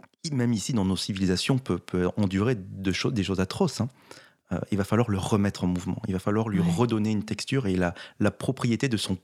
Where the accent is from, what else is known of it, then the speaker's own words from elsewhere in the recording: Montpellier, Occitanie, France; je viens de Montpellier